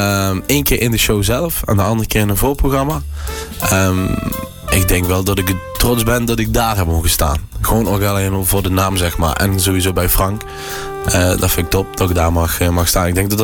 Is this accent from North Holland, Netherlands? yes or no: no; Landgraaf, Limburg, Netherlands; In Limburg, ja. Landgraaf.